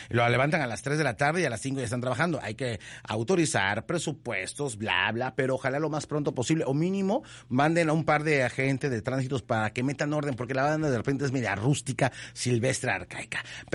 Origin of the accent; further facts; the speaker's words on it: Boca del Río, Veracruz, Mexico; soy boqueño, es Boca del Río es mi tierra